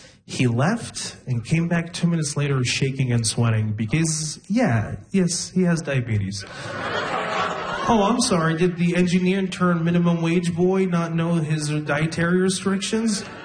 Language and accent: English; Libya; English is a second language; where are you from, friend? And I said, I'm from this country called Libya. It's in the Middle East. Now, technically, it's a North African country